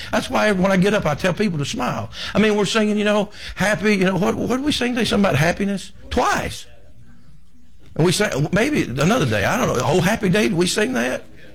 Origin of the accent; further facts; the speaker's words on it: United States; It's because we're Americans